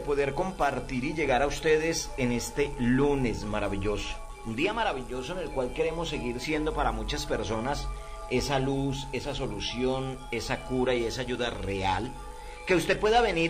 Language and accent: Spanish; Filandia, Quindío, Colombia; Y yo soy de Finlandia, Quindío.